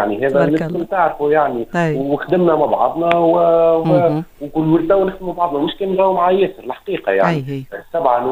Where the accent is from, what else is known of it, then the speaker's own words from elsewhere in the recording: Tunisia; عندنا في تونس مخزون كبير